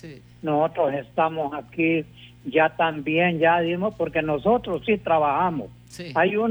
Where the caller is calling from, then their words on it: Juticalpa, Olancho, Honduras; Le hablo de Juticalpa Olancho.